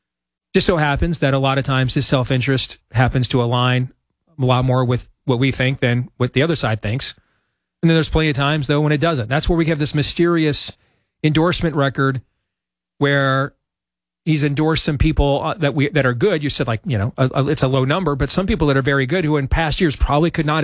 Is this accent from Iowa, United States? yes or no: yes; Iowa, United States; born there